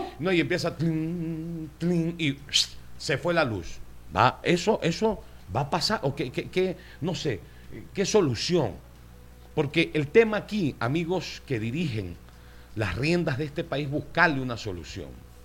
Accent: Venezuela; yo soy venezolano.

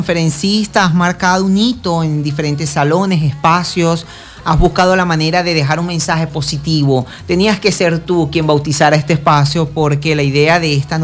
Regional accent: Venezuela; tenemos como venezolano

